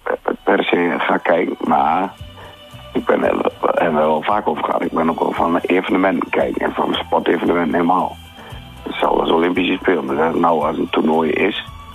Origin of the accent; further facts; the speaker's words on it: Netherlands; Maar ik ben wel een Nederlander.